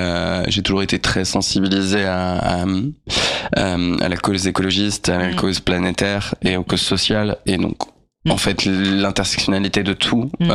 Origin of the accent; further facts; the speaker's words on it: Tours, Centre-Val de Loire, France; Parce que moi en fait j'ai grandi à Tours.